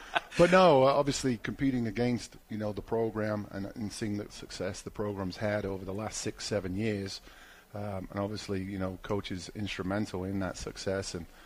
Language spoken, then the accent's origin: English; Southport, North West England, United Kingdom; now in Colorado, United States; So I'm from England. I'm from a town called Southport. It's in the northwest, right on the coast, and my reference point is Liverpool